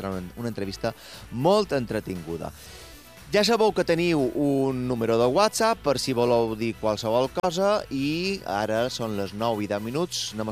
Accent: Mallorca, Balearic Islands, Spain; Parlarem de com som els mallorquins i com hauríem de ser

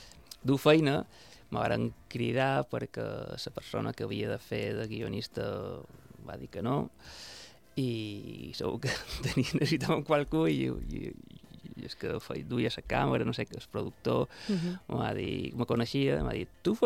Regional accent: Palma, Balearic Islands, Spain; Però si hagués d'escollir un lloc concret, el Molinar, que vaig néixer en el Molinar i vaig començar a colcar bicicleta allà, en el Molinar, quan era molt diferent del que és ara.

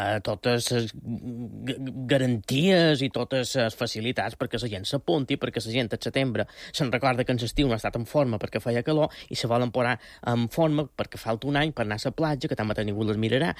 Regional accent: Palma, Balearic Islands, Spain; born there; also born or lived in Banyalbufar

